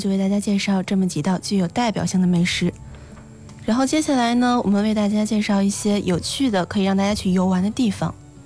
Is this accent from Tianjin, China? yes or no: yes; Tianjin, China